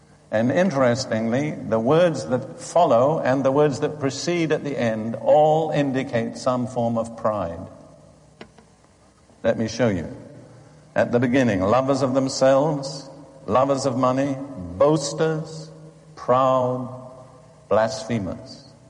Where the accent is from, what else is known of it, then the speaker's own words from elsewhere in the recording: United Kingdom; I grew up in Britain between the two world wars.